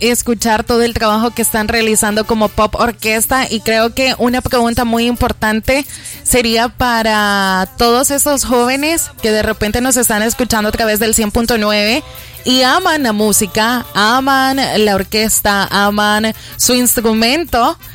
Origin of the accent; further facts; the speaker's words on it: El Salvador; como salvadoreños podemos ser un poco inquietos